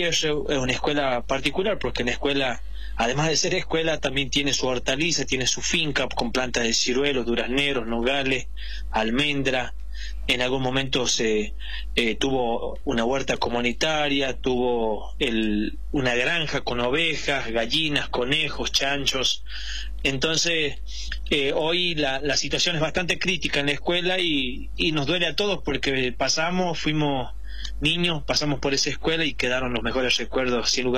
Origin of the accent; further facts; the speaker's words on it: Los Chañares, Tucumán, Argentina; En el caso mío tuve el honor de nacer en una casa de campo en los Chañares, distante a 40 kilómetros de la ciudad. Nací a las 2:30 de la mañana.